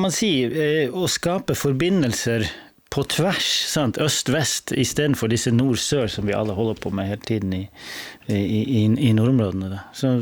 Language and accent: Swedish; Northern Norway, Norway; Min bakgrund är i musik, jag är musiker själv, men mest viktigst nu är att jag har vuxit upp norr i Norge, ett litet samfund.